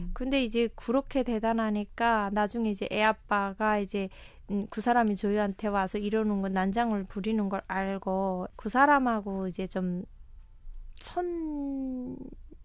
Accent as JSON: {"language": "Korean", "country": "North Korea", "also_born_or_lived": "China", "moved": "as an adult", "lives_now": "South Korea", "said": "저희 탈북민들"}